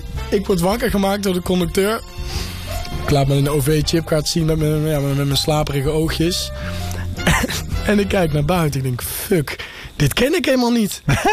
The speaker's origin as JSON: {"language": "Dutch", "town": "Eindhoven", "region": "North Brabant", "country": "Netherlands", "said": "Ik kom zelf uit Eindhoven"}